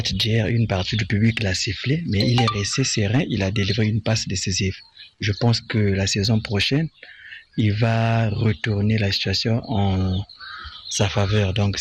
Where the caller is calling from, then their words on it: Brazzaville, Republic of the Congo; Bonjour Radio Foot, c'est … depuis le Congo, Brazzaville.